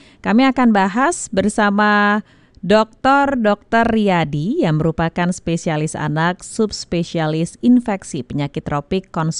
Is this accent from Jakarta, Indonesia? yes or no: yes; Jakarta, Indonesia; kita warga Jakarta